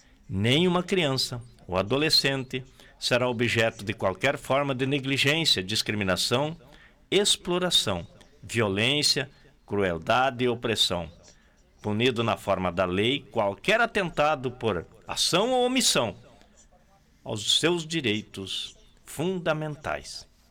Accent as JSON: {"language": "Portuguese", "country": "Brazil"}